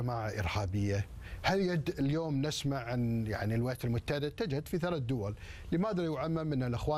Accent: Kuwait; إحنا ككويتيين

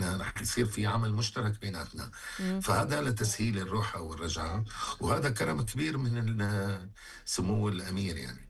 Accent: Syria; أنا سوري, عايش بسوريا, جنسيتي عراقية, معي إقامة ذهبية بالسعودية

